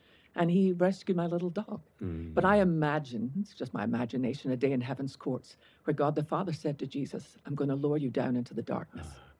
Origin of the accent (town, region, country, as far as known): Scotland, United Kingdom; born or raised there